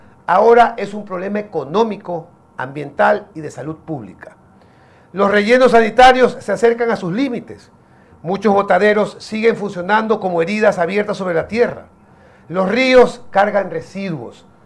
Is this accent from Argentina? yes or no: no; Guayaquil, Guayas, Ecuador; moved away as an adult; now in Samborondón, Ecuador; yo soy guayaquileño, estoy viviendo en Zamorondón hace mucho tiempo